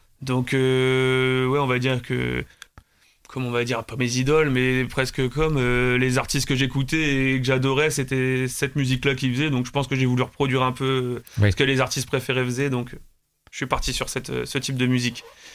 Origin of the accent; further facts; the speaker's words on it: Choisy-au-Bac, Hauts-de-France, France; Je suis originaire de l'Oise depuis tout petit, ouais, je suis né à Choisy-au-Bac, dans le 60.